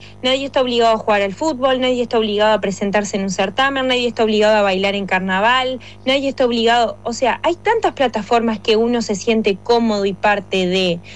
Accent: Uruguay; nosotros como uruguayos siempre ponemos el ejemplo del fútbol, ¿no?

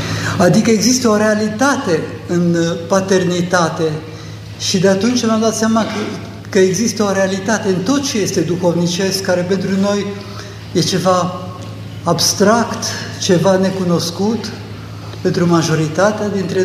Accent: Romania; born there; moved away as an adult; născut fiind în pământurile astea și din neamul acesta românesc

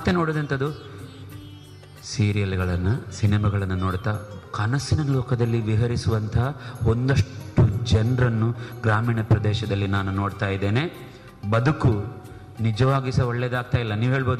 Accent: Karnataka, India; ನಮ್ಮ ಗೋಳಿತೊಟ್ಟು ಆಲಂತಾಯ ಮತ್ತು ನೇರಂಕಿ ನಮ್ಮ ಕಲ್ಲಡ್ಕ ಈ ಏರಿಯಾದಲ್ಲಿರುವ

